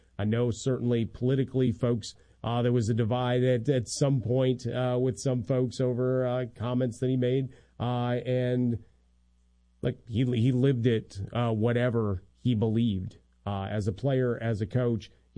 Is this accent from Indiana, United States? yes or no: no; Chicago, Illinois, United States; born or raised there